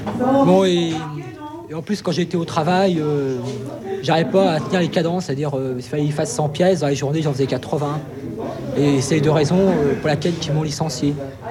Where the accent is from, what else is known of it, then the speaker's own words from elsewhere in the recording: France; Bah oui, je suis français.